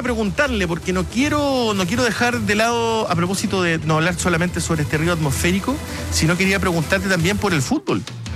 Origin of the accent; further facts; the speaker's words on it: Chile; obviamente somos chilenos, entonces eso hay que dejarlo.